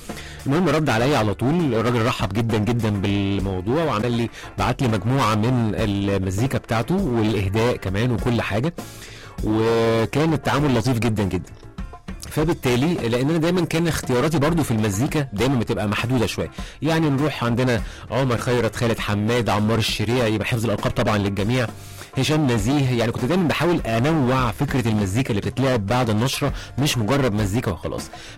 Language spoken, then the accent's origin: Arabic; Ismailia, Ismailia Governorate, Egypt; انا من الاسماعيليه عشان كده بحب الصيف والبحر والمانجا بقى.